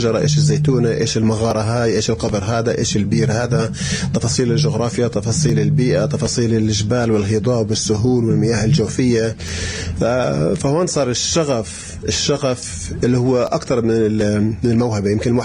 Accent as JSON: {"language": "Arabic", "region": "Jerusalem", "country": "Palestine", "said": "احنا عندنا بلوعة في القدس عمرها 3000 سنة."}